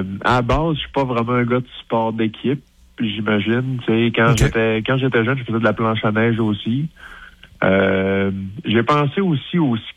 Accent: Quebec, Canada; je viens du Saguenay-Lac-Saint-Jean

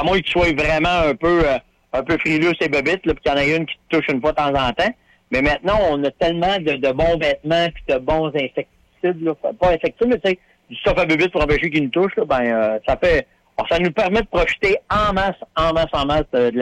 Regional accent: Terrebonne, Quebec, Canada; nous autres, on vient de Terrebonne. Fait qu'on a une gang à Terrebonne de chums.

